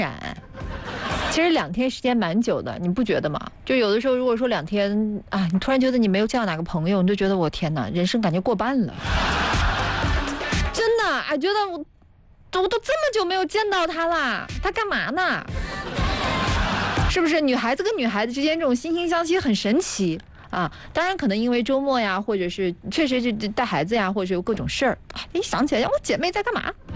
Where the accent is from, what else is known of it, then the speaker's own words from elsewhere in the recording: Huaibei, Anhui, China; moved away; 因为我小时候在淮北嘛